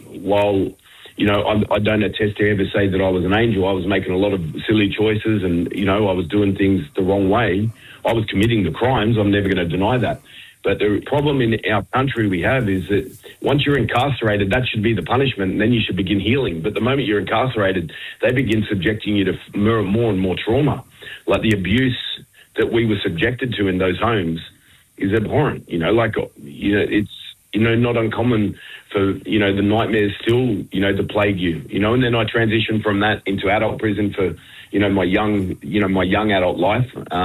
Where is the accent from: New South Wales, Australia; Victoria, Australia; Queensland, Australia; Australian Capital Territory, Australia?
New South Wales, Australia; Sydney; But like Quaden, I didn't grow up on country. I wasn't afforded that privilege. And I grew up down in Sydney, you know, but I was, you know, nurtured by, predominantly around Redfern, Waterloo and that area growing up.